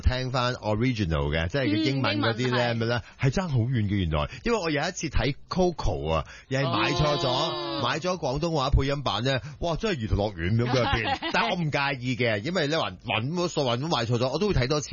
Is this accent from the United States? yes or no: no; Hong Kong; 我哋香港人有一个好处